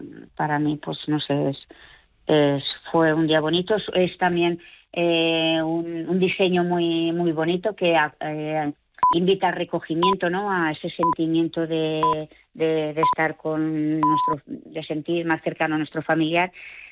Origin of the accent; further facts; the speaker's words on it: Torrent, Valencian Community, Spain; yo soy de Torrent, vivo aquí en Torrent